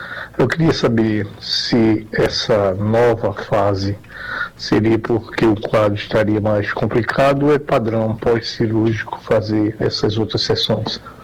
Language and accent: Portuguese; São Joaquim do Monte, Pernambuco, Brazil; sou de São Joaquim Monte.